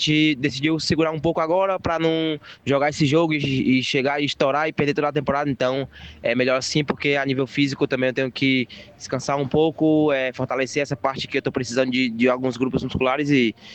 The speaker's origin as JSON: {"language": "Portuguese", "region": "Northeast Region", "country": "Brazil", "also_born_or_lived": "Spain", "said": "Como acho que eu passei 4 anos ali na Espanha, eu acho que eu já me adaptei um pouco, né? Sou do Nordeste, ele é acostumado com o calor"}